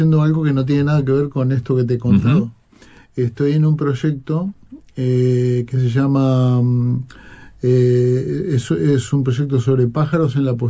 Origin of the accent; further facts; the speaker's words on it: Uruguay; now in Spain; yo como uruguayo me siento más representado